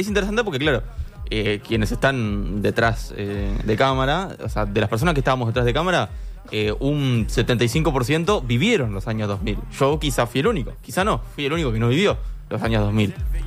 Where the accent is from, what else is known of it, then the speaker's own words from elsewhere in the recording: Spain; Yo me alegro doblemente. En primer lugar, porque soy español.